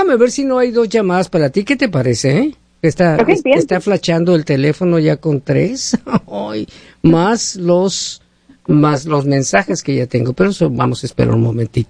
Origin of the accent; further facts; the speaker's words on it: Mexico City, Mexico; now in Seattle, United States; mi ciudad natal de México